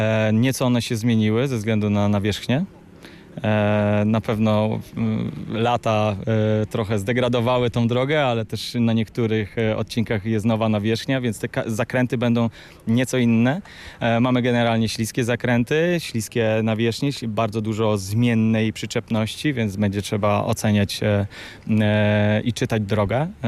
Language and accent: Polish; southern Poland, Poland; to są moje rodzinne strony, ale nie przejeżdżam tamtędy na co dzień